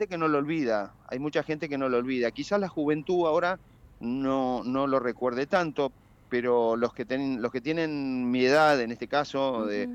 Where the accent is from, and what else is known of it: Argentina